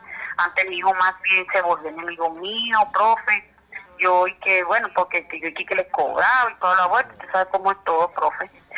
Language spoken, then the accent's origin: Spanish; Venezuela; moved away; me quedé con la casa, llevo 11 años acá viviendo. Yo llegué de Venezuela, gracias a Dios.